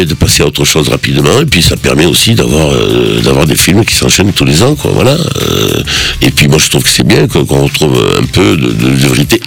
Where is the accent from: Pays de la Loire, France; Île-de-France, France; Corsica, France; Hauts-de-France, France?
Corsica, France; born there; moved away; Quand j'arrive en Corse, je parle Corse.